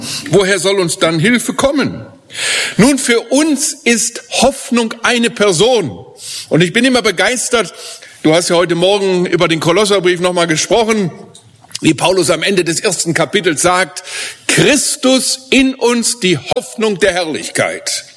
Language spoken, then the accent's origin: German; Germany; Und als Deutscher schäme ich mich auch ein wenig.